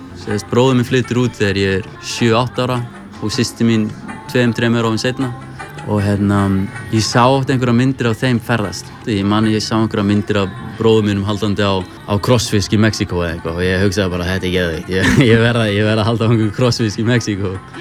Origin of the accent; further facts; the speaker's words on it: Akureyri, Northeastern Region, Iceland; also born or lived in Västerås, Sweden; Ég sest fæddur í Svíþjóð, fæddur í Vesturós en ég flytt til Akureyra þegar ég 2 ára gamall og bara alinn upp á Akureyri og ég fer í brekkuskóla